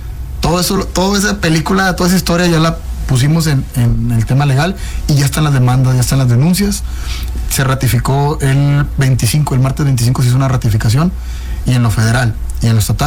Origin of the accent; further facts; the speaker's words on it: Monterrey, Nuevo León, Mexico; Soy un pelado muy acelerado. Así somos los regios, creo.